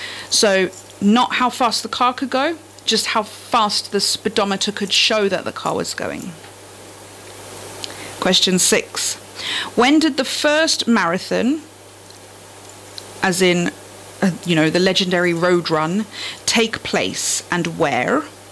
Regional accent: South Africa; I am also from South Africa.

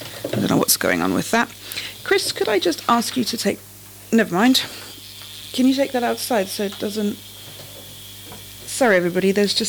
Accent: England, United Kingdom; now in Portsmouth, United Kingdom

